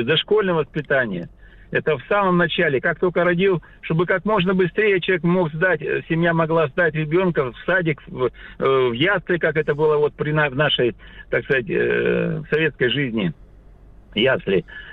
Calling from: Sakhalin Oblast, Russia; Я с Сахалина.

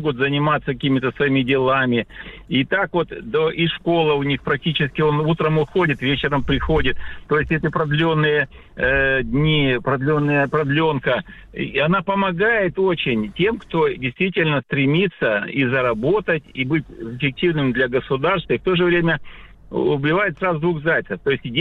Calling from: Sakhalin Oblast, Russia; Я из Сахалина. Здравствуйте.

